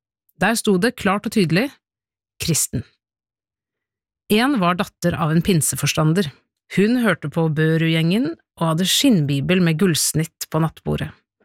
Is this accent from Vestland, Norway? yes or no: no; Oslo, Norway; Jeg har vokst opp på Bekkelaget I Oslo.